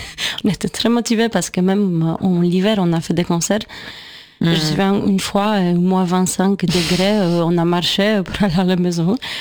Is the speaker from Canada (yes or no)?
no; Poland; French is a second language; moved away as an adult; also born or lived in England; now in France; j'habitais en Angleterre 2007, et après je rentre en Pologne 2008 pour continuer mes études.